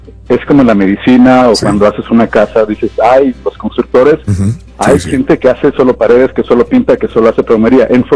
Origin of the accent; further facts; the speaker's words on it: Reynosa, Tamaulipas, Mexico; O sea, empecé los finales de los 90 en Reynosa, soy de Reynosa.